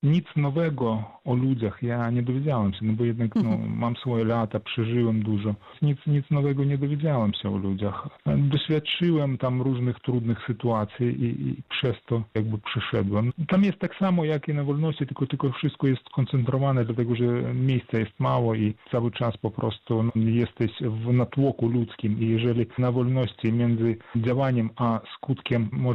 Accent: Grodno Region, Belarus; moved away; Jestem Polakiem z Nadniemna, tam jest moja ojczyzna, moja grodzieńszczyzna, no tam są groby moich przodków

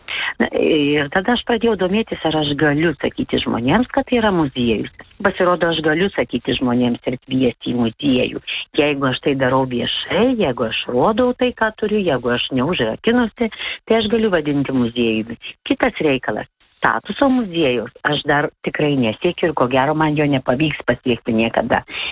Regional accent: Suvalkija, Lithuania; now in Pagėgiai, Lithuania; aš esu suvalkietė.

